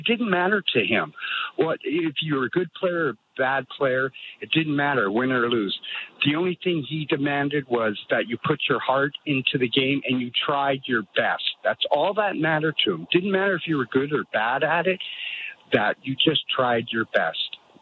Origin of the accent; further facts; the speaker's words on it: Victoria, British Columbia, Canada; Victoria, Rob, in Victoria, growing up in Victoria at Colquitt's Middle School, I had a coach, Mr. Robertson.